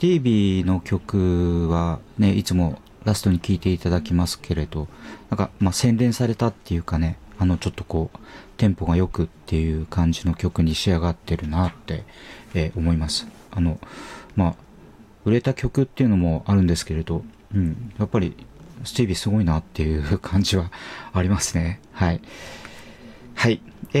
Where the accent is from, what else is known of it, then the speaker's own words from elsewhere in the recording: Sapporo, Hokkaido, Japan; 地元の札幌でなかなかチケットが取れてないっていうのも